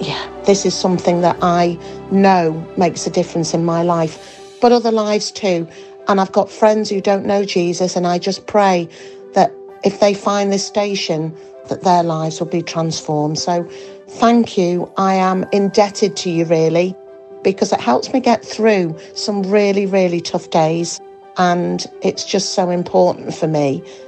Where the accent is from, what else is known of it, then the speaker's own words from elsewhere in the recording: Leeds, Yorkshire and the Humber, United Kingdom; from Leeds.